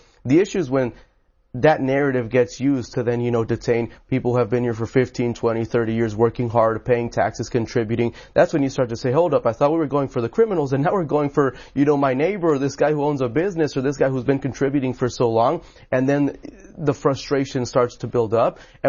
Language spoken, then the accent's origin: English; College Station, Texas, United States; Well, so I grew up in College Station, Texas. You know, it's a pretty conservative place, and you get a lot of diversity and hear from a lot of people.